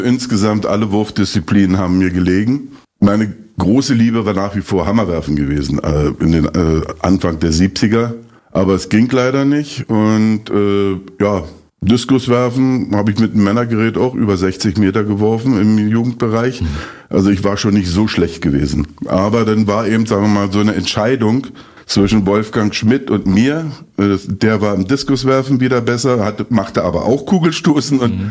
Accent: Eisenhüttenstadt, Brandenburg, Germany; born or raised there

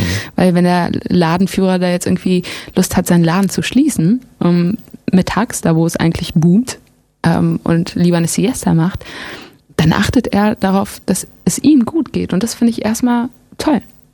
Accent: Germany; first language German; nee, Englisch ist es eigentlich nicht, weil ich bin ja Deutsch und das ist meine Muttersprache.

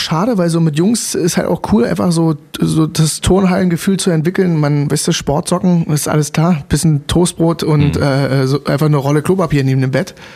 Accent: Chemnitz, Saxony, Germany; born there; also born or lived in Frankfurt (Oder), Brandenburg; wir sind aus Frankfurt oder weg, da war, als die Mauer fiel, da war ich neun, genau, und dann sind wir nach Chemnitz. Karl-Marx-Stadt

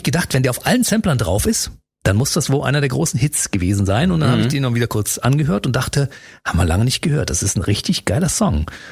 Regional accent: East Germany, Germany; Ich bin aus dem Osten, wir hatten keine Leopardenhosen, Freunde.

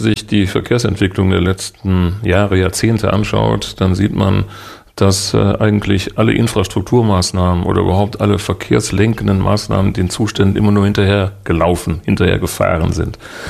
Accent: Duisburg, North Rhine-Westphalia, Germany; In Duisburg, wo ich herkomme, haben wir eine Brücke

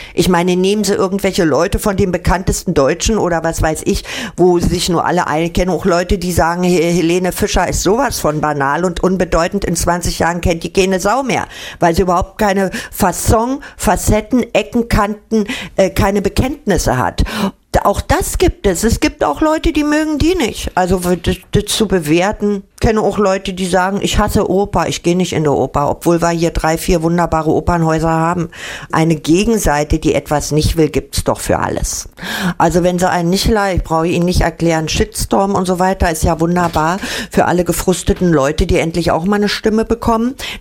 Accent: Berlin, Germany; was ich eigentlich als Berlinerin zu bieten habe.

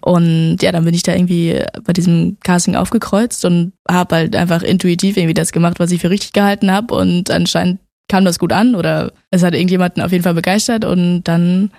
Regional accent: Männedorf, Zurich, Switzerland; born there

